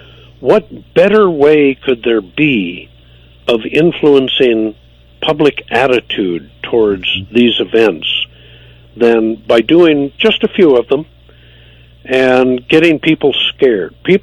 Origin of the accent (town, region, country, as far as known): United States